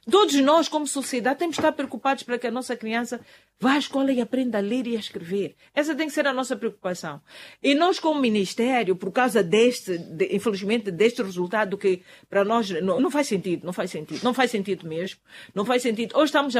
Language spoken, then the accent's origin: Portuguese; Mozambique; nós temos, como moçambicanos, temos outro problema